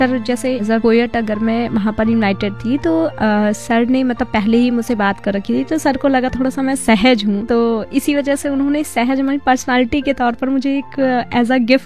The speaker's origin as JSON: {"language": "Hindi", "town": "Ayodhya", "region": "Uttar Pradesh", "country": "India", "tie": "born or raised there", "said": "मैं अयोध्या फैजाबाद नियावा से बिलोंग करती हूँ, नियावा एक जगह है, वहाँ पर बिलोंग करती हूँ।"}